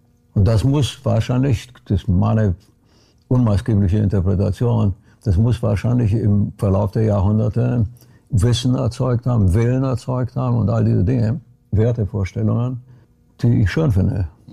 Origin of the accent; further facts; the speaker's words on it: Brașov, Brașov County, Romania; born or raised there; now in Bavaria, Germany